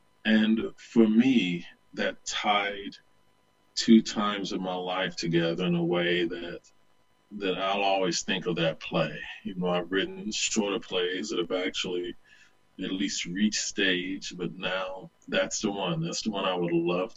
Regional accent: the South, United States; born or raised there

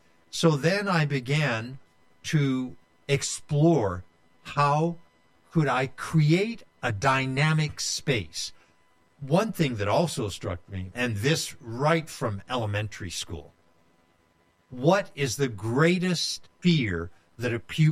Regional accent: Marshall, Texas, United States; born there; moved away; I was born in 1950 in Marshall, Texas.

